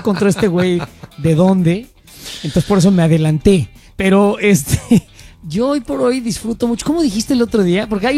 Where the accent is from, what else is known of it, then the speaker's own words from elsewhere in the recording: Mexico; Como ciudadano mexicano, creo que la pre